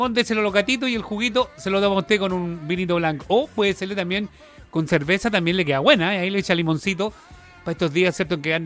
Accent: Chile

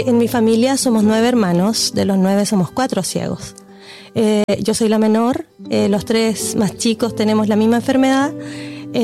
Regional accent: Talca, Maule, Chile; born there; moved away as an adult; la típica broma de que yo nací en Talca

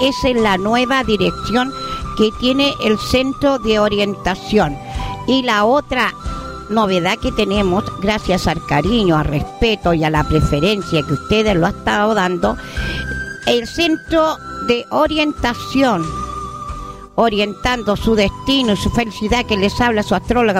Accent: Chile; entonces nosotros como buenos chilenos los ponemos las pilas

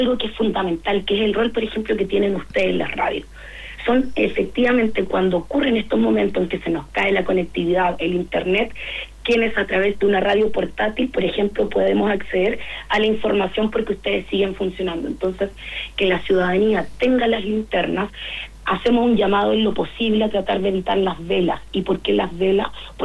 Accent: Ñuble, Chile; Yo también soy de Ñuble

